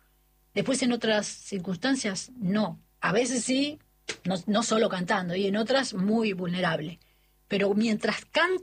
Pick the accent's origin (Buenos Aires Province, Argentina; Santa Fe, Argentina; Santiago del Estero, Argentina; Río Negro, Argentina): Santa Fe, Argentina; Rosario; moved away